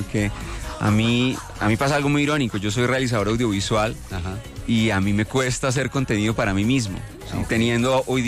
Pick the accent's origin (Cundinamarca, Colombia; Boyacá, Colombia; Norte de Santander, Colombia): Boyacá, Colombia; Sogamoso; Yo soy boyacense, soy de Sogamoso, Boyacá.